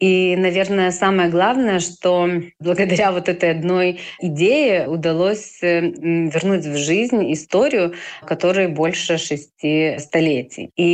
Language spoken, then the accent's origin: Russian; Nemėžis, Vilnius County, Lithuania; now in Grigiškės, Lithuania; мы являемся литовскими татарами, которых привез князь Витутас более чем 600 лет назад в Литву. И вот так же, как поселил татар в Немеже, мы сами из Немежа, Вильнюсского района